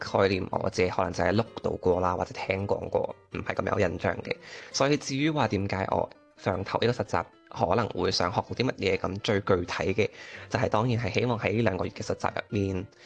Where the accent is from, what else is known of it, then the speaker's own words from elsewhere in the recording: Macau; now in Shanghai, China; ，咁我系嚟自澳门嘅。